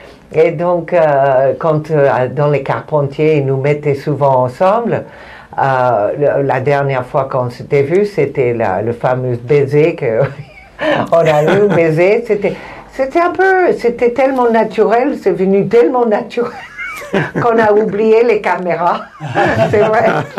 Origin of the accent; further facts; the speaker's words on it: Mexico; parce que moi je viens du Mexique, il est pas l'espagnol et moi aussi, et donc comme avec … tous les deux on avait le même langage